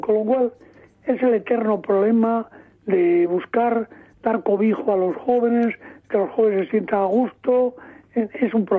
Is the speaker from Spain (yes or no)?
yes; Trubia, Asturias, Spain; Enrique, que además es paisano mío, somos de Trubia los dos